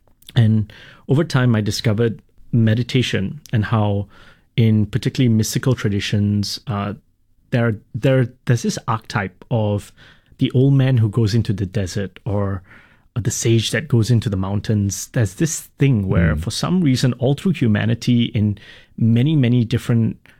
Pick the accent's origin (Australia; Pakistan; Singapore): Singapore; I grew up in Singapore